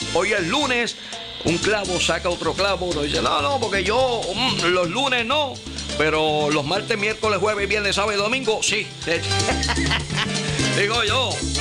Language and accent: Spanish; Sabana Grande, Puerto Rico; moved away as an adult; also born or lived in New York / Philadelphia / Orlando / Tampa; Soy sabaneño de corazón. Nací en el barrio Burén, en la calle Bosque, Sabana Grande, en el pueblo de Sabana Grande. Y me crié en Molina City.